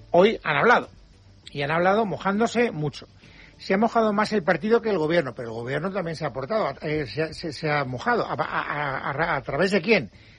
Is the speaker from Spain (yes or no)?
yes; Valencian Community, Spain; Soy valenciano.